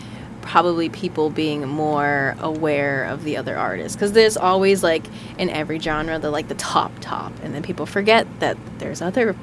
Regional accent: California, United States; I love being in the heat. I'm from SoCal.

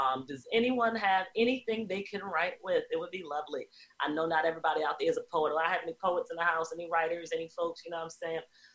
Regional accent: Baltimore, Maryland, United States; also born or lived in Oakland; And me growing up in Baltimore City, I think is just a really great example of that. Being that it's 65% African American still to this day.

